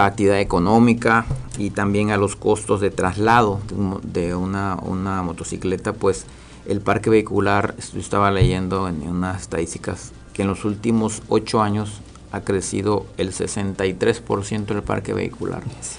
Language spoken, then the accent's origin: Spanish; Mexico